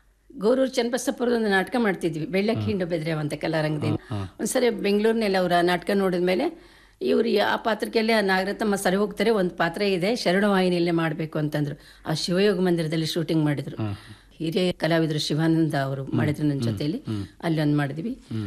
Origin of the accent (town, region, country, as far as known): Maremmanahalli, Karnataka, India